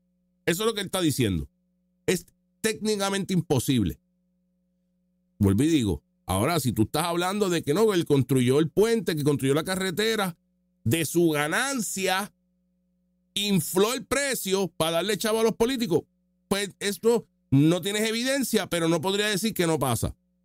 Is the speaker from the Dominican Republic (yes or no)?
no; Puerto Rico; Nosotros somos una isla caribeña americana. ¿Sabes? Somos 3 millones de ciudadanos americanos aquí.